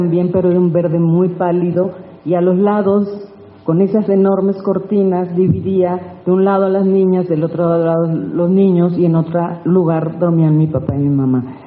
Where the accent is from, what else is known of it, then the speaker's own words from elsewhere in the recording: La Paz, Baja California Sur, Mexico; Yo vengo de La Paz, Baja California Sur, soy una orgullosa norteña del sur, hija de don Amado y doña Amelia, con 9 hermanos